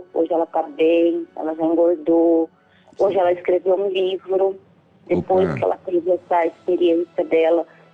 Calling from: São Paulo, Brazil; Eu falo de Magda, São Paulo.

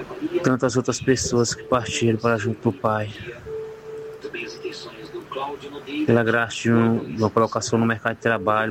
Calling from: Fortaleza, Ceará, Brazil; falo de Fortaleza, Ceará.

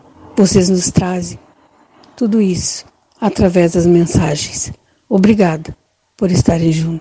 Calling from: Itaqui, Rio Grande do Sul, Brazil; Eu sou de Itaqui, Rio Grande do Sul, bem na pontinha, na fronteira.

